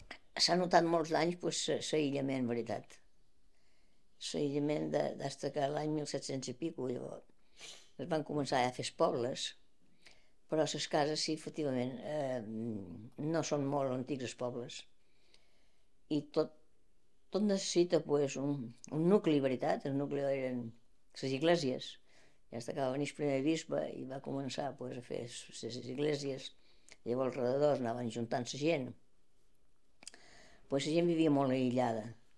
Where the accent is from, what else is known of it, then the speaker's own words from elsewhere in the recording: Menorca, Balearic Islands, Spain; born there; now in Ibiza, Spain; Jo, de Menorca, jo he nascut a Menorca